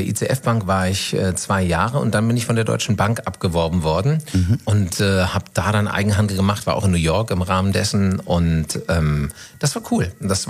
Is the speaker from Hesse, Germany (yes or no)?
yes; Bad Homburg, Hesse, Germany; also born or lived in Hanau / Bad Vilbel / Frankfurt; Ich bin in Hanau geboren, aber wirklich auch nur geboren und aufgewachsen in Bad Homburg und Bad Vilbel.